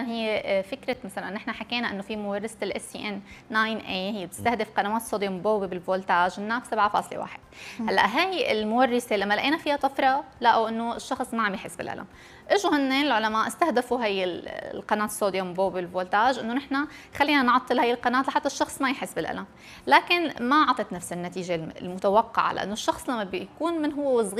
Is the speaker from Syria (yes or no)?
yes; Syria; حالة كانت عندنا بسوريا